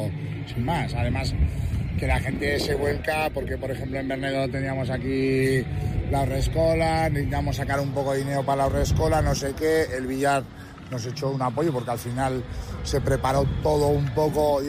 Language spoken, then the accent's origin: Spanish; Quintana, Basque Country, Spain; lo que pasa es que yo al final soy de Quintana